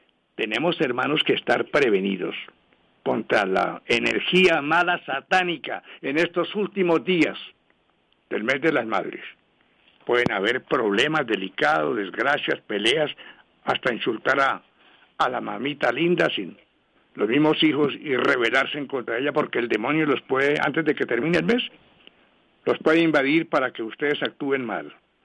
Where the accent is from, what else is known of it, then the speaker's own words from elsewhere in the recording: Colombia; como colombiano, daré mi voto